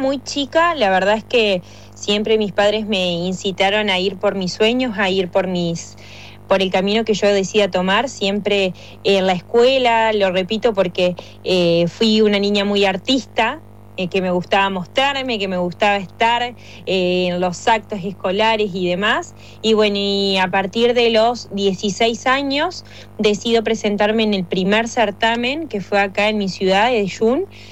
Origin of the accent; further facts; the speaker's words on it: Uruguay; estoy en Yun, estoy en mi ciudad natal, mi ciudad de origen. Como muchos saben, la verdad que orgullosa de ser de una ciudad tan chiquita